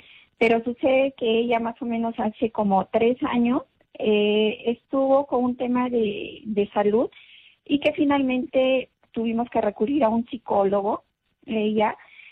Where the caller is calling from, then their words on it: Abancay, Apurímac, Peru; le llamo desde Apurímac.